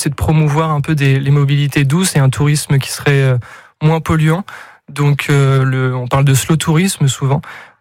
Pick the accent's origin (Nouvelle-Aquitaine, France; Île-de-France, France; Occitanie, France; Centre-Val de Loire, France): Centre-Val de Loire, France; on est tous des locaux, on est tous originaires du Loiret.